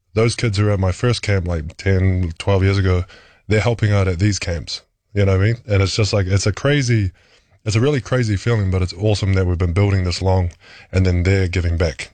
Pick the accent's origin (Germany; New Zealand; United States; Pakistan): New Zealand; but then, yeah, you kind of still keep to being Kiwi.